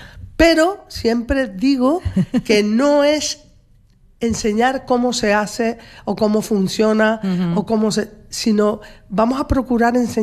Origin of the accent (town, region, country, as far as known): Arrecife, Canary Islands, Spain